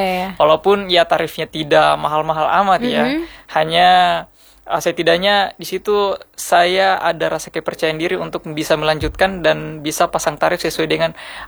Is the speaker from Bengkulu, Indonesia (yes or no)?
no; Muna, Southeast Sulawesi, Indonesia; Saya asli Muna.